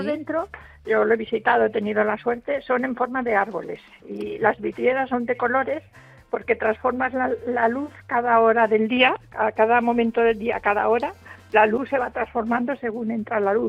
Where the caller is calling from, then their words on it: Catalonia, Spain; Sabéis que soy catalana